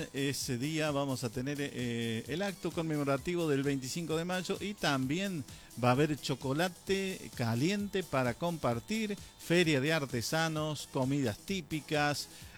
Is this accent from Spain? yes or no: no; Argentina; celebrando una fecha que nos une como argentinos